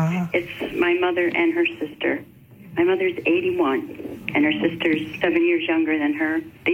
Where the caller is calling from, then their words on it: Roseville, Michigan, United States; Mother, I'm from Roseville, Michigan.